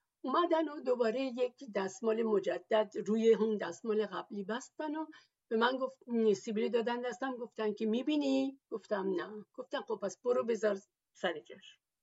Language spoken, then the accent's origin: Persian; Tehran, Tehran Province, Iran; born there; اما هر دوشون بعد از فرزند دومشون به تهران آمدن و من که فرزند پنجم اونا هستم، متاسفانه زبان ترکی رو با لهجه فارسی حرف میزنم.